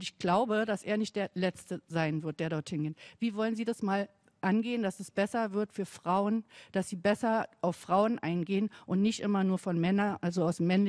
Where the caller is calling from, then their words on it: Berlin, Germany; Ich bin Westberlinerin, ich komme aus Westberlin